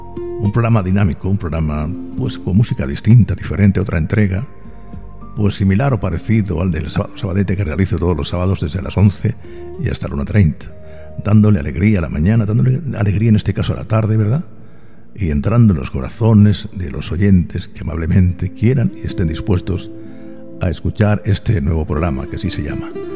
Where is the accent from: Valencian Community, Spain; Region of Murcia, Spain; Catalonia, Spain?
Region of Murcia, Spain; primero me tocas la fibra porque yo soy murciano. Segundo, porque de ahí nacieron todas mis raíces.